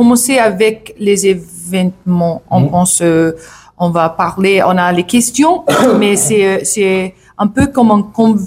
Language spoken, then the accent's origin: French; New Zealand; French is a second language; On vient de Nouvelle-Zélande, Aotearoa